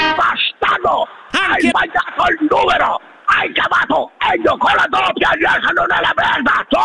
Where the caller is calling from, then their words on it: Emilia-Romagna, Italy; E sono di Reggio Emilia! Sopra Reggio Emilia!